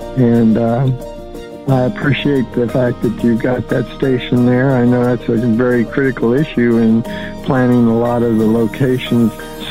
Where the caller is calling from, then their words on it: Chanute, Kansas, United States; I'm from Chanute, Kansas.